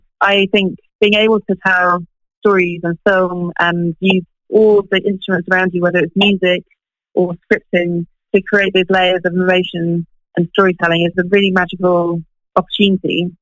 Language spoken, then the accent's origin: English; Malawi; born or raised there; also born or lived in Ethiopia